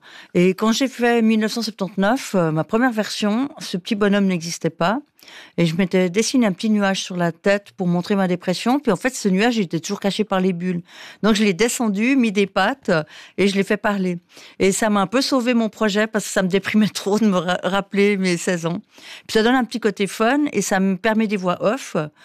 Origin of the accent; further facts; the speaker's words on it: Valais, Switzerland; c'était pour moi le Lausannois qui salue pas. Et quand on vient du Valais, on connaît une personne, on dit bonjour.